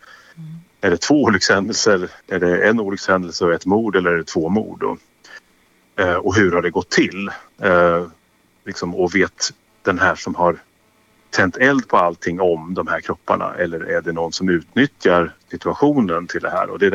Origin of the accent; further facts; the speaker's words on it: Örebro, Örebro County, Sweden; born there; Och jag då som född örebroare och som älskar stan och kan stan väldigt bra, är det ju väldigt enkelt.